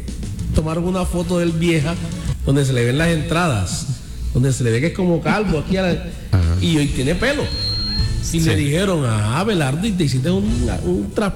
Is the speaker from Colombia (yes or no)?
yes; Caribbean Region, Colombia